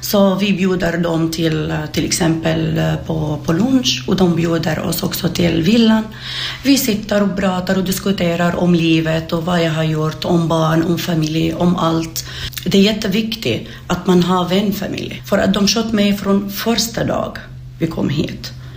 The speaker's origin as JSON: {"language": "Swedish", "country": "Syria", "second_language": "Swedish", "moved": "as an adult", "lives_now": "Jakobstad, Finland", "said": "Jag kommer från Syrien. Jag har bott i Finland i 10 år."}